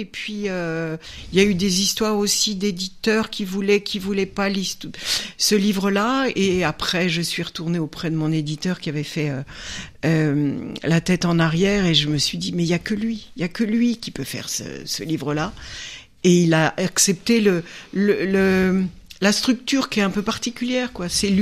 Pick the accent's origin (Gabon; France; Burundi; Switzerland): France; Paris, Île-de-France; born there; Et si je vous disais où je suis né, c'est terrible. Je suis né à Paris. Comme tous les Bretons parisiens.